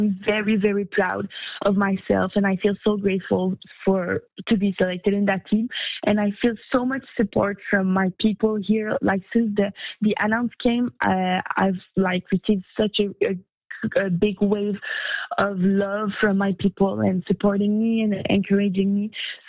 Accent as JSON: {"language": "English", "town": "Sherbrooke", "region": "Quebec", "country": "Canada", "tie": "born or raised there", "also_born_or_lived": "Montreal", "said": "and I'm from Sherbrooke, so a little hometown"}